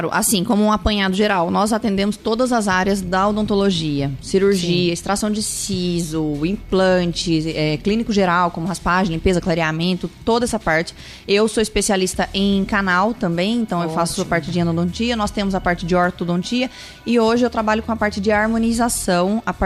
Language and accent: Portuguese; Minas Gerais, Brazil; now in Itapetininga, Brazil; a gente é mineiro, evidentemente.